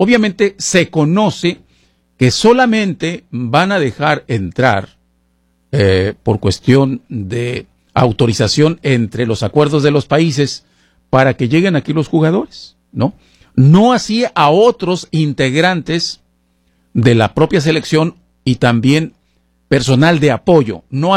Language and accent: Spanish; Tijuana, Baja California, Mexico; now in Seattle, United States; Ustedes saben que yo soy de Tijuana, y obviamente estuve hace unos días ahí en mi ciudad natal